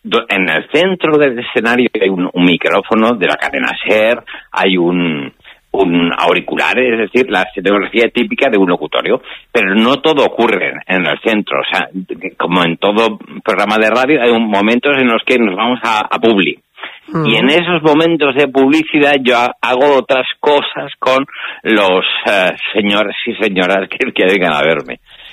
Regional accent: Barcelona, Catalonia, Spain; yo soy de Barcelona, sí.

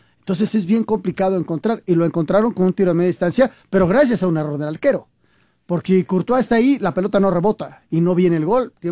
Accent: Mexico; Mi familia es de allá. Yo soy mexicano

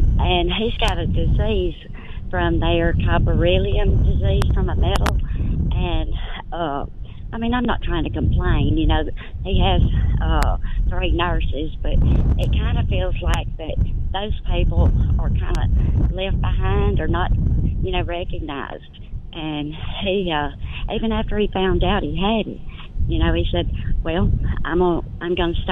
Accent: Coleman, United States; Hey, my husband, I'm from Coleman, and he worked at a machine shop for like 35 years

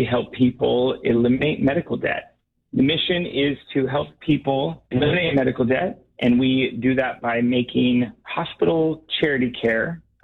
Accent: Portland, Oregon, United States; So I grew up in Portland, Oregon.

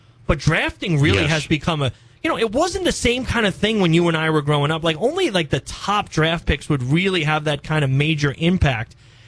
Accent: New York City, New York, United States; moved away; I grew up in Ozone Park, Queens, New York

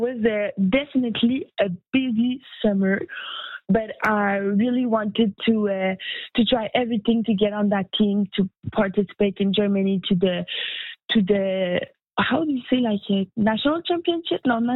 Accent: Sherbrooke, Quebec, Canada; also born or lived in Montreal; and I'm from Sherbrooke, so a little hometown

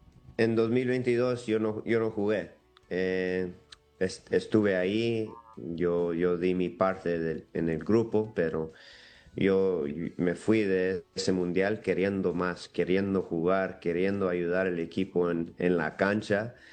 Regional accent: Los Angeles, California, United States; moved away as an adult; also born or lived in Seattle; Yo nací en Los Ángeles, me crecí ahí, 18 años. Y me fui al colegio, a la universidad en Seattle y ahí me quedé otros 12, 13 años ahí en Seattle. Y la verdad son dos ciudades donde crecí

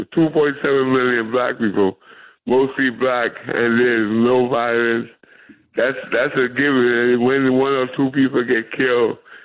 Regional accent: Trinidad & Tobago; when a little kid growing up in Trinidad, they had a Black Power movement in the 1960s and 70s with Stokey Carmichael, Port of Spain, Trinidad. Well, we were little kids.

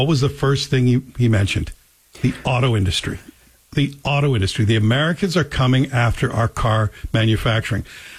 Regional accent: Canada; So I wouldn't panic yet if I'm a Canadian. I think we should all just take a deep breath. We're clearly ready to fight.

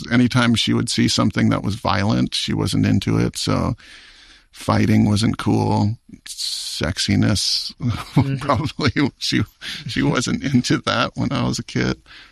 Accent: Hawaii, United States; when I was growing up on Maui and I had this passion for filmmaking, I didn't know anybody who did it.

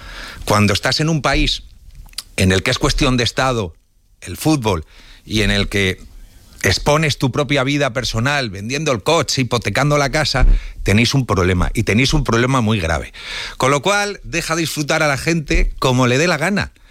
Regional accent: Spain; Da la sensación que a Colapinto le preocupa o le molesta cómo los españoles vamos a celebrar el campeonato del mundo.

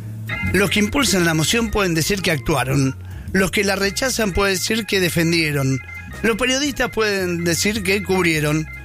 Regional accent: Argentina; nosotros somos argentinos.

